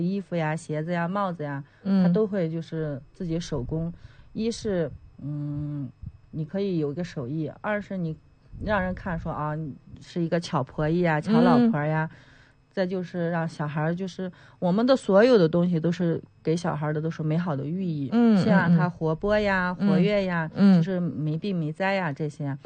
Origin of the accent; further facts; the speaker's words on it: Yan'an, Shaanxi, China; 咱们陕西省